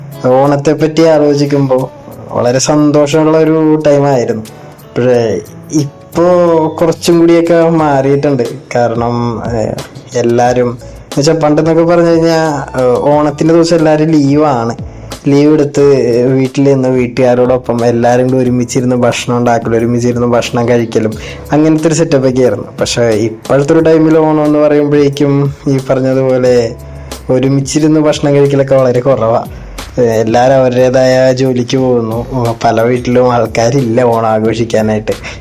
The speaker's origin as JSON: {"language": "Malayalam", "town": "Varapuzha", "region": "Kerala", "country": "India", "tie": "born there", "said": "ഞാൻ താമസിക്കുന്നത് എറണാകുളം വരാപ്പുഴ എന്ന് പറഞ്ഞ സ്ഥലത്താണ്."}